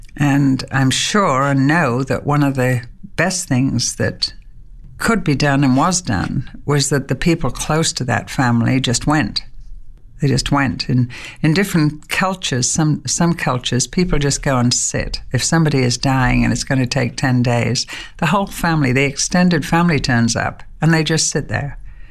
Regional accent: England, United Kingdom; and I'm English.

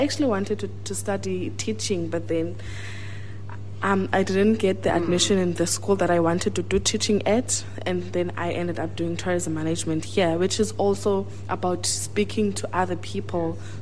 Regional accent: East London, Eastern Cape, South Africa; now in Cape Town, South Africa; I'm from Eastern Cape. I went to Mzomhle Senior Secondary School in East London, Tanzania, NU1.

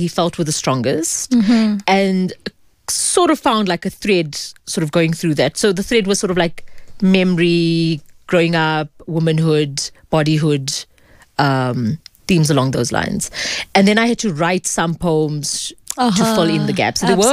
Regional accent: South Africa; The common theme just maybe being a Muslim Indian woman growing up in South Africa

